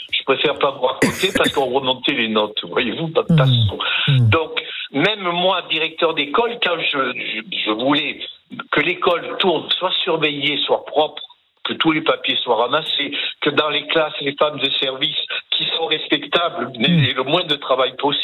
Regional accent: Algeria; born there; je suis né en Algérie parce que mon père fuit en Algérie.

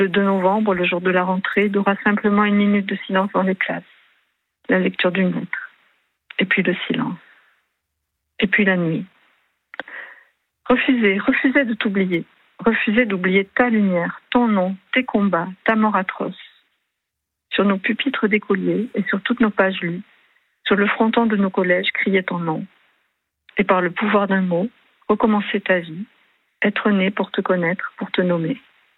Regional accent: Toulouse, Occitanie, France; Vous savez, moi je suis toulousaine, à Toulouse, on a l'affaire Mera

